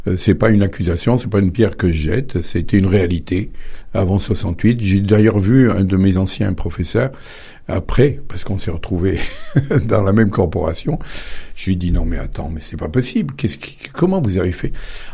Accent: Batternay, Auvergne-Rhône-Alpes, France; born there; Alors, je suis né à Batternay, je suis un petit village du Nord Drôme.

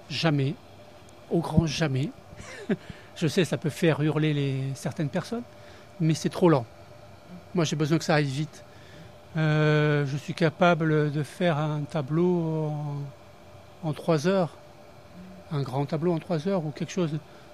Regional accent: South-West France, France; À Toulouse, oui, dans ma ville de cœur aussi, parce que je suis originaire du Sud-Ouest.

